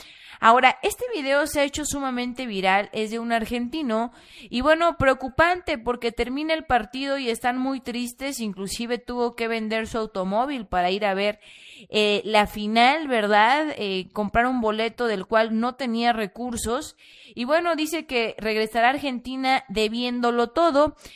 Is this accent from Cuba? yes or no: no; Mexico; y la mayoría no teníamos esas posibilidades.